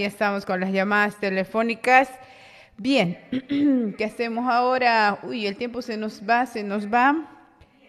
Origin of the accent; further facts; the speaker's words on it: Oruro, Bolivia; ¿Será porque soy orureña?